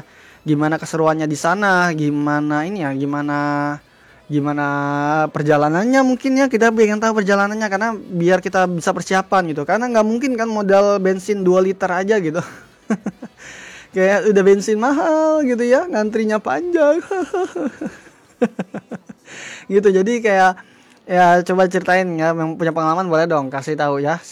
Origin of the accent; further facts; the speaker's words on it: Kalimantan, Indonesia; Namanya juga kita warga Kalimantan kan